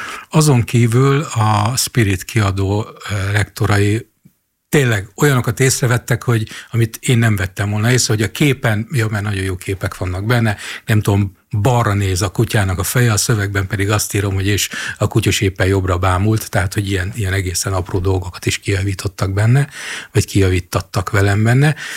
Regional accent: Jászberény, Jász-Nagykun-Szolnok, Hungary; moved away; hát én Jászberényi gyerek vagyok

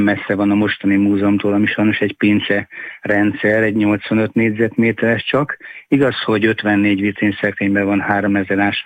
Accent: Transdanubia, Hungary; moved away; also born or lived in Szeged; a Bakonyi faluban fölnőttem, több helyen is éltem a Bakony környékén

